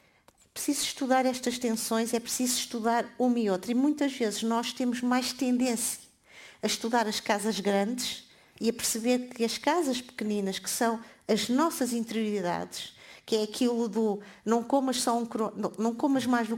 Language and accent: Portuguese; Portugal; Eu não sou apenas portuguesa. Eu sou portuguesa e mais qualquer coisa.